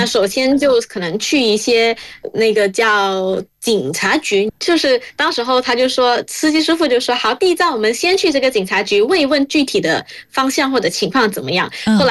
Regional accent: Malaysia; 作为一个土生土长的马来西亚华人

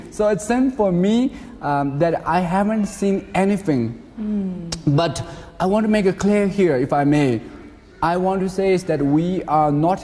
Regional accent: Gansu, China; I am from East Tibet, from Gansu.

